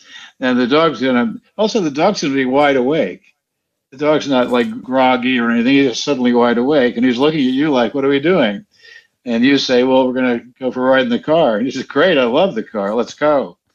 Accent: Jackson Heights, New York, United States; also born or lived in Westchester, United States; We grew up in Jackson Heights, New York, and in an apartment, so we didn't have a dog.

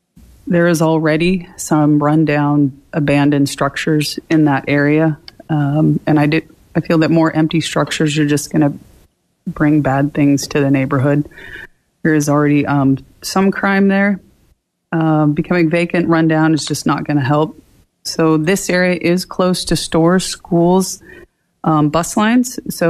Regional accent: Fairbanks, Alaska, United States; moved away as an adult; now in Anchorage, United States; I was born and raised in Fairbanks, recently moved to Anchorage.

